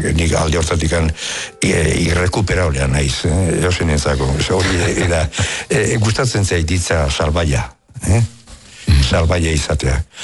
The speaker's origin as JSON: {"language": "Basque", "town": "Orio", "region": "Basque Country", "country": "Spain", "tie": "born or raised there", "said": "Bueno, ez dakit, nire herria da, nire herria nik hemen egin dut bizitza, beti hemen bizi izan du naiz"}